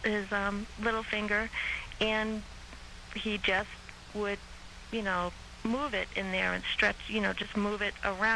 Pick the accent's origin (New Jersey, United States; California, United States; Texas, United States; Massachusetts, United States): Massachusetts, United States; Boston; now in Denver, United States; I'm from Boston. I've been out here for... I'm in Denver now, but I've been out here for a number of years.